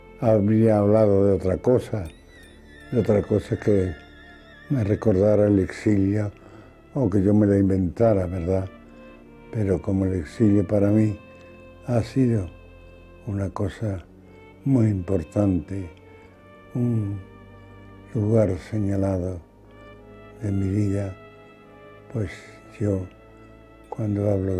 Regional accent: Cádiz, Andalusia, Spain; moved away as an adult; En Cádiz, en la bahía de Cádiz, yo soy gaditano. Por los cuatro costados, yo todo lo que hago se refleja mucho el mar aquel donde yo viví y donde me crié

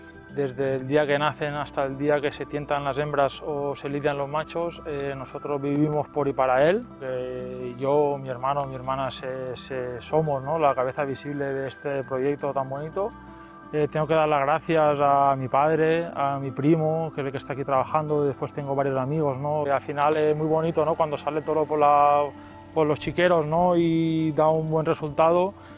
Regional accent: Bocairent, Valencian Community, Spain; Nosotros somos de Bocairen, vivimos en Bocairen toda la familia.

